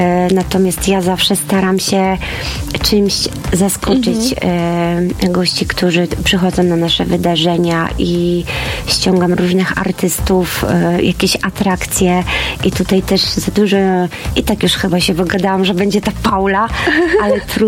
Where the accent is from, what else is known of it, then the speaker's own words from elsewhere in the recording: Szczecin, West Pomeranian Voivodeship, Poland; Ja mieszkam w Szczecinie